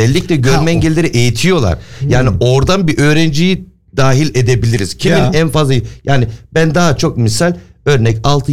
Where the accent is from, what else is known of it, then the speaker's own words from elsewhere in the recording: Hamburg, Germany; Şimdi ben doğma büyüme hep Altona'daydım.